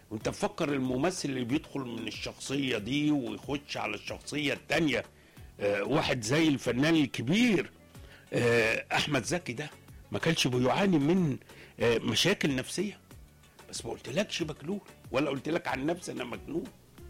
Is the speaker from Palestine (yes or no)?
no; Egypt; لكن احنا للأسف كمصريين